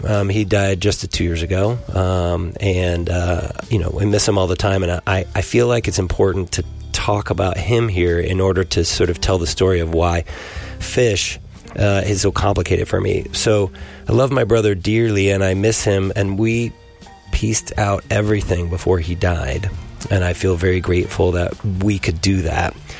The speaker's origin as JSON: {"language": "English", "region": "New York", "country": "United States", "tie": "born or raised there", "said": "I'm 52 years old. You were the same age. You grew up in Baltimore. I grew up in New York."}